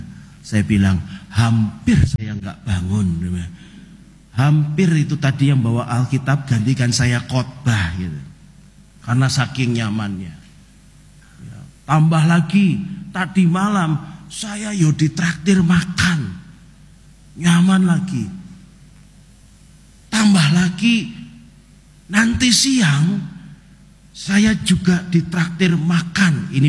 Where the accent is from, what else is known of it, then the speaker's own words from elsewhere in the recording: West Java, Indonesia; saya berasal dari Sunda. Sunda ya, Jawa Barat.